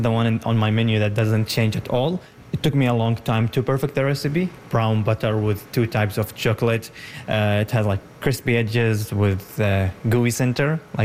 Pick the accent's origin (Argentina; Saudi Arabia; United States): Saudi Arabia; moved away as an adult; also born or lived in Yemen; now in Ottawa, Canada; I grew up in Saudi Arabia. I was born in Saudi Arabia, but I'm from Yemen. I'm originally from Yemen. And I came here in 2022. I landed in Cornwall and I moved to Ottawa in May 2023.